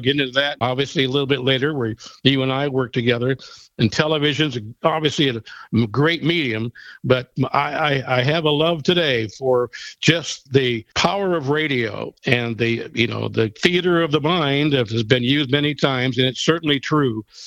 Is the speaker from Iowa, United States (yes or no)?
yes; Iowa Falls, Iowa, United States; I introduced myself early on as growing up in Iowa Falls and listening to him.